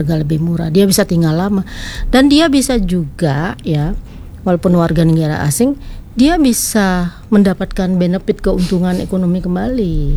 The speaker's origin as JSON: {"language": "Indonesian", "town": "Ubud", "region": "Bali", "country": "Indonesia", "said": "kami dari kampung kami itu di Ubud"}